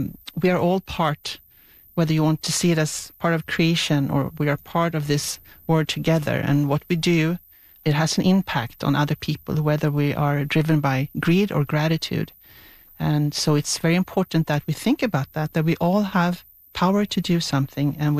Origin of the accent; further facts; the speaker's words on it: Sweden; I also didn't realize much about the Sami people in my home country, Sweden, before I came here and read up about indigenous peoples here.